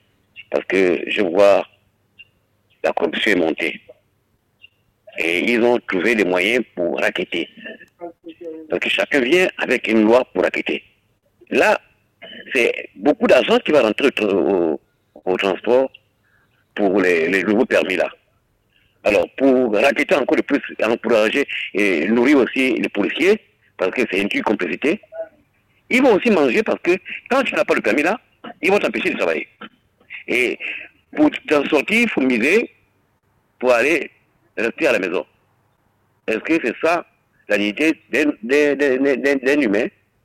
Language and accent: French; Gabon; Je suis né au Gabon, à Marocou, je n'ai jamais voyagé.